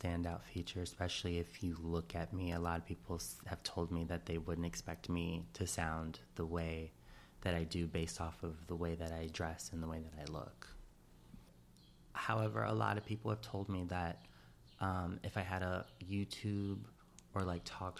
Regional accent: Chicago, Illinois, United States; I'm from Chicago, Illinois.

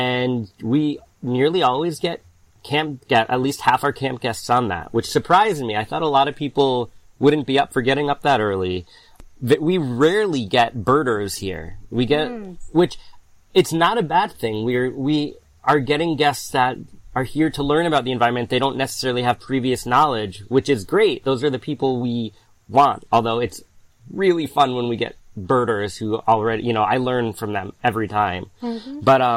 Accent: Hudson Valley, New York, United States; And I grew up in the Hudson Valley

